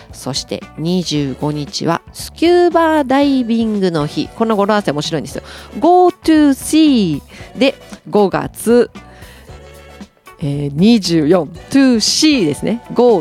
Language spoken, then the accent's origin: Japanese; Okinawa, Japan; moved away; 生まれ育った沖縄